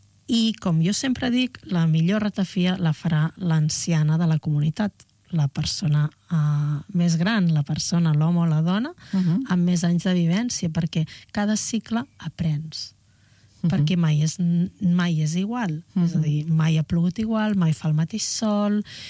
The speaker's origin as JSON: {"language": "Catalan", "area": "Montseny", "region": "Catalonia", "country": "Spain", "also_born_or_lived": "Viladrau", "moved": "yes", "said": "Jo que vinc del Montseny"}